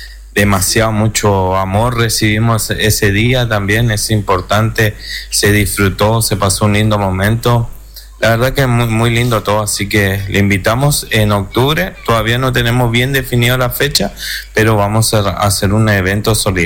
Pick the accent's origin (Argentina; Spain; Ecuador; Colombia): Argentina; Vilelas, Chaco; acá como somos nosotros de Vilela